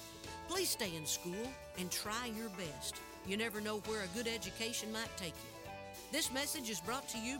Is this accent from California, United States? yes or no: no; Oklahoma, United States; Growing up in Oklahoma, I had big dreams of becoming a successful country music singer.